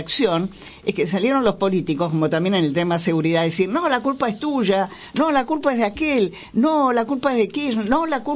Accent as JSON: {"language": "Spanish", "country": "Argentina"}